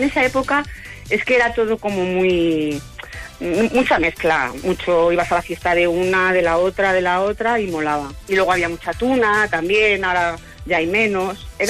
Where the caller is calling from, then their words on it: Madrid, Community of Madrid, Spain; somos de Madrid, pero nos hemos juntado aquí en Sigüenza, en una casita, amigos de la universidad